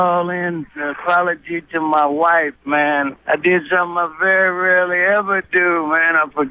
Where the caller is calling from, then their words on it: Florida City, Florida, United States; I'm calling from Florida City, Florida.